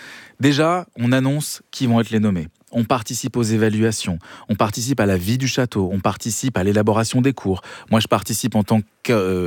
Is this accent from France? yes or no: no; Switzerland; Mais souvent, le problème, c'est que comme il doit savoir que je suis suisse allemand, il a un problème.